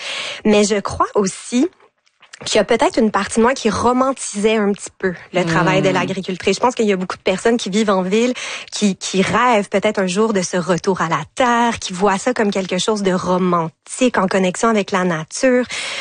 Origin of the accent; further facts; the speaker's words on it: Montreal, Quebec, Canada; moi, j'ai grandi, je suis née, j'ai grandi dans le Myland à Montréal, un quartier central, très urbain.